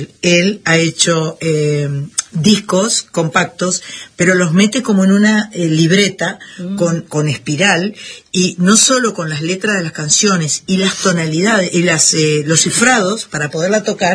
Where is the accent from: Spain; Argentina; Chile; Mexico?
Argentina